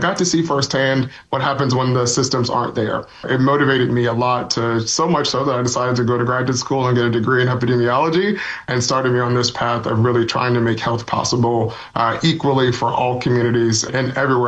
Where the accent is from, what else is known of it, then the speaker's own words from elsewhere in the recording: Richmond, Virginia, United States; Certainly being a young kid growing up in Richmond, Virginia, and just seeing firsthand in my own family and those that I went to school with, the differences in health outcomes